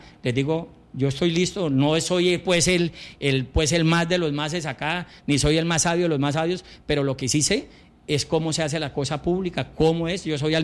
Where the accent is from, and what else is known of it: Villavicencio, Meta, Colombia